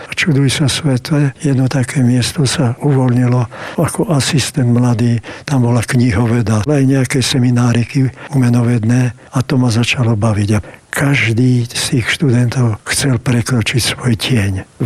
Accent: central Slovakia, Slovakia; ja som zo stredného Slovenska.

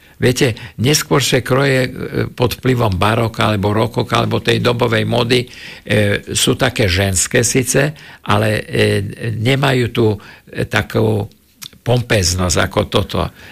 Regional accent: Bratislava, Bratislava Region, Slovakia; boli som napríklad ešte ako Bratislavčan som bol prezentovať Bratislavu v Ulme na Dunajskom jarmoku

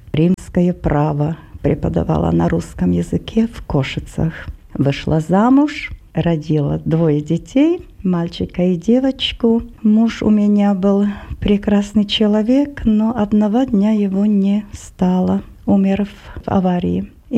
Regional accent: Svidník, Prešov Region, Slovakia; Russian is a second language; moved away as an adult; после учебы в гимназии у меня в родном городе в Свиднике я поступила в университет

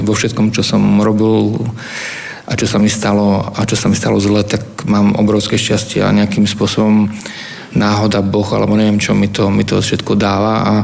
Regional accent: eastern Slovakia, Slovakia; pretože som z východu

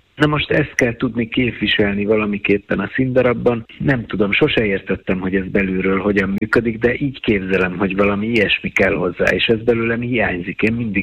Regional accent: Budapest, Hungary; born there; Valahogy ott nőttem föl félig meddig édesanyám révén

